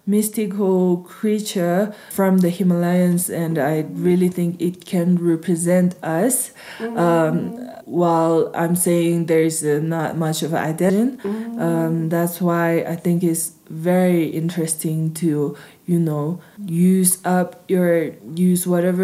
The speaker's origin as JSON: {"language": "English", "town": "Lhasa", "region": "Tibet", "country": "China", "tie": "born or raised there"}